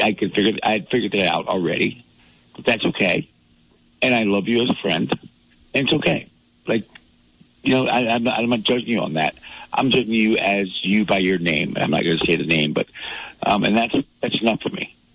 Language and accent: English; Saginaw, Michigan, United States; moved away as an adult; also born or lived in Arkansas; now in Vermont, United States; as a person of color, where I grew up in Saginaw, Michigan